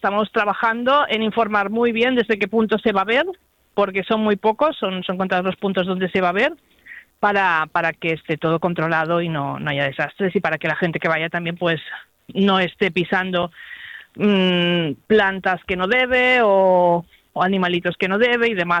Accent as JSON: {"language": "Spanish", "area": "Menorca", "region": "Balearic Islands", "country": "Spain"}